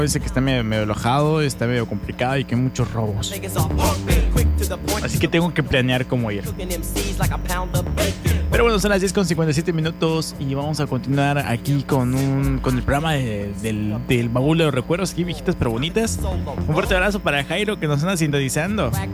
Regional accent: Yucatán, Mexico; Me gusta mucho como yucateco decir la calor.

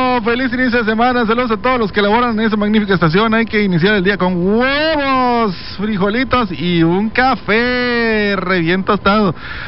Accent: Tula, Mexico; Yo también soy de Tula. ¡Qué coincidencia! ¿Verdad? Somos tuleños, digo, tuleños.

